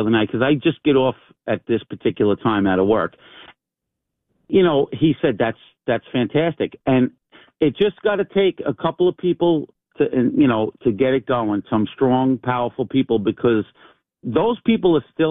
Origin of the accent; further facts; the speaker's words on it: Queens, New York, United States; now in Long Island, United States; I grew up in Queens. I live now on Long Island, but I grew up in the housing projects in Queens where everybody was a civil servant.